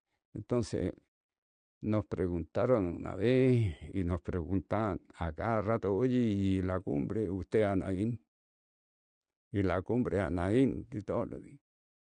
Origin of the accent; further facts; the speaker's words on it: Chile; also born or lived in France; now in Santiago, Chile; Yo siempre dije porque era chileno, no puedo ser europeo, yo no soy europeo.